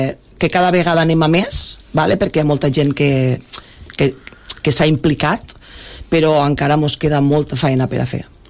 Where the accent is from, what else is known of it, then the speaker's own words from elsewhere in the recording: Tivenys, Catalonia, Spain; Perquè ma iaia era de Tivenys i jo he passat la meva infància a Tivenys.